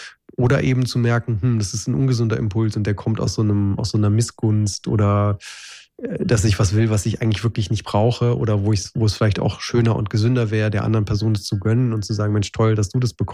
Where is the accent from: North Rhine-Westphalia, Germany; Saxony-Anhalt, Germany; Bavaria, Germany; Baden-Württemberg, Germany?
Bavaria, Germany; now in Brandenburg, Germany; Ich bin ja im Allgäu aufgewachsen und lebe jetzt in Brandenburg.